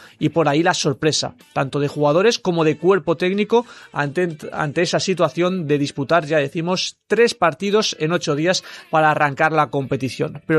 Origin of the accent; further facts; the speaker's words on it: Spain; como españoles y como club español